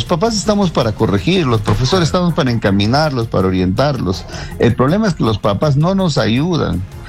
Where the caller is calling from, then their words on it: Yungay, Ancash, Peru; yo estoy llamando de Ancash.